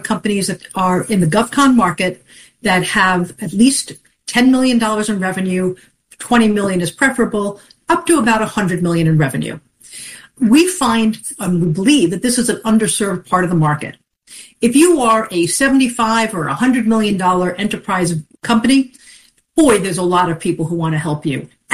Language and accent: English; New York, United States; I'm a kid from Long Island